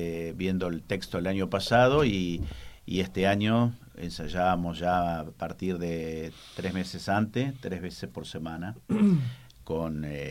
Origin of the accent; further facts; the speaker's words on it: Arroyo Seco, Santa Fe, Argentina; moved away; Hice teatro de adolescente ya hace muchos años, cuando estaba en mi pueblo natal, Arroyo Seco, y haciendo teatro en la secundaria